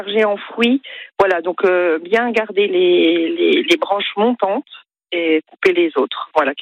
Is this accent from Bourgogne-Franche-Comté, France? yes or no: yes; Bourgogne-Franche-Comté, France; Du coup, on est originaire de la Franche-Comté, de Besançon, à côté de Besançon, oui.